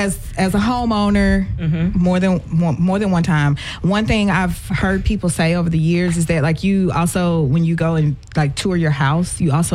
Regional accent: Greenview, United States; I mean, because we grew up in Greenview.

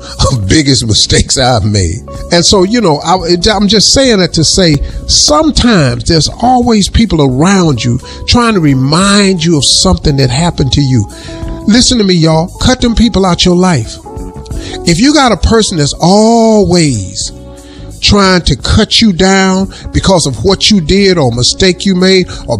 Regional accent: Colombia; I'm from Colombia.

